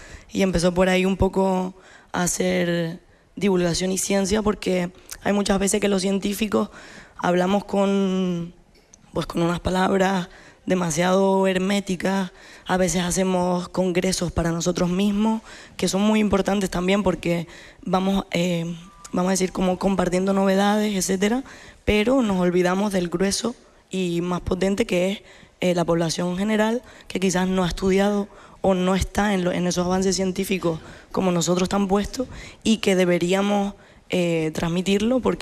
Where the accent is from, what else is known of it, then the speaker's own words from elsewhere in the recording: Canary Islands, Spain; nos atraviesa a todas las personas que habitamos Canarias, que somos canarias, y desde que nacemos